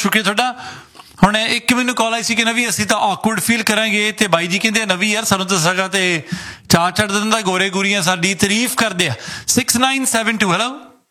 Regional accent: Sidhwan Khurd, Punjab, India; ਸਾਡਾ ਹੈਗਾ ਸਿੱਧਵਾਂ ਖੁਰਜ ਗਰਾਉਂ ਕੋਲੇ ਸਿੱਧਵਾਂ ਬੇਟ ਤਾਂ ਬਹੁਤ ਦੂਰ ਪੈ ਜਾਂਦਾ

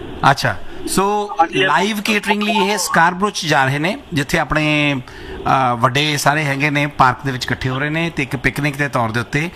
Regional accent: Ludhiana, Punjab, India; moved away; ਮੈਂ ਵੀ ਲੁਧਿਆਣੇ ਤੋਂ ਆ ਜੀ।

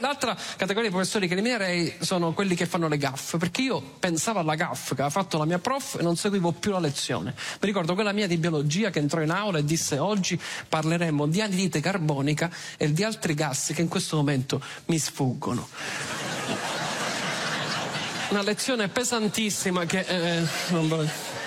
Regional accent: Southern Italy, Italy; Io, in quanto terrone, sbaglierò i verbi transitivi e intransitivi anche stasera. Perché noi abbiamo questa caratteristica

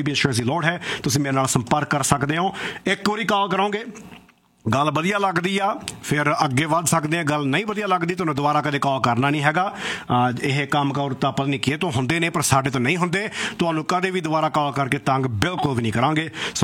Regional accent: Canada; ਅਸੀਂ ਤਾਂ ਇੱਥੇ ਜੰਮੇ ਪਲੇ ਹਾਂ

